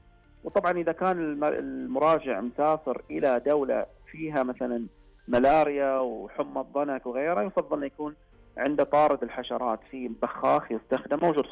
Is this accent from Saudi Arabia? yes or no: yes; Saudi Arabia; عندنا في السعودية